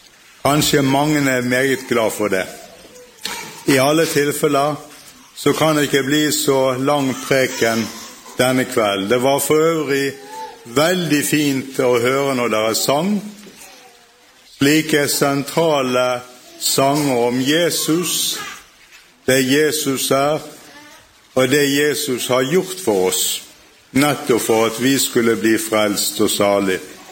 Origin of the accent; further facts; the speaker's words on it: Bergen, Vestland, Norway; accent: Bergen dialect; Og hvis dere ser litt på TV, så skjønner dere sikkert med en gang hvor jeg kommer fra, på grunn av dialekten. Jeg kommer fra Bergen.